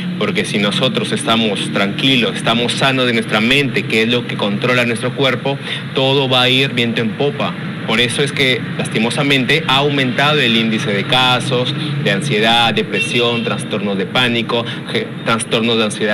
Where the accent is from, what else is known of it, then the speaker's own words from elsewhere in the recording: Piura, Peru; las personas piuranas